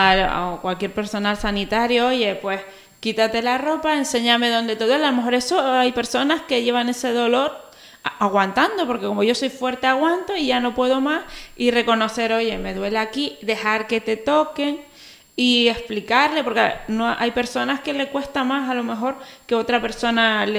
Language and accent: Spanish; Telde, Canary Islands, Spain; yo que soy de Telde